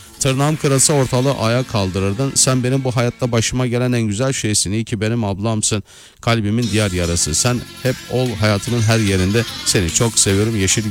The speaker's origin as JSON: {"language": "Turkish", "region": "İzmir", "country": "Turkey", "said": "Sevgilerimle ben eski İzmirli"}